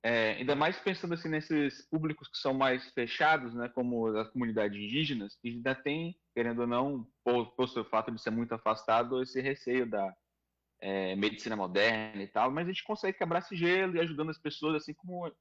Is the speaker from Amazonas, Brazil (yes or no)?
yes; Manaus, Amazonas, Brazil; Eu sou manauara daqui do Amazonas, com muito orgulho.